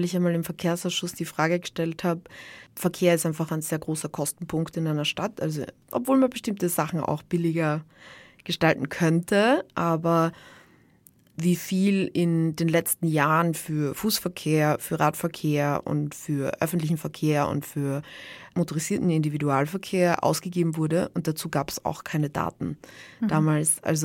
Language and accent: German; Graz, Styria, Austria; ich bin aus Graz und ich habe schon in sehr vielen unterschiedlichen Bezirken gewohnt, teilweise besser angebunden, teilweise schlechter an das Öffi-Netz und jetzt wohne ich halt gerade im Gries